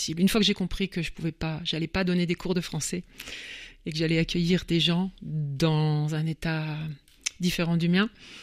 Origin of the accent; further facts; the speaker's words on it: France; Oui, mais même en tant que Français